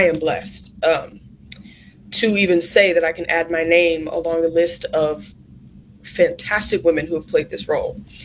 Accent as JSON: {"language": "English", "region": "North Carolina", "country": "United States", "said": "I'm from North Carolina."}